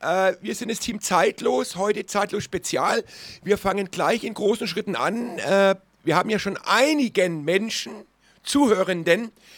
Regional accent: Burgthann, Bavaria, Germany; Ein wirklich heißer Tag im Nürnberger Süden. In Burgtann, Etzelsdorf, wo ich herkomme.

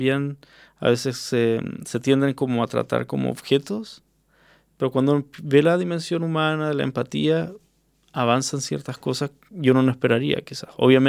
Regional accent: Chile; cosas que yo hacía como chileno, que eran para mí normales, estándar, me di cuenta que en realidad es muy de chileno

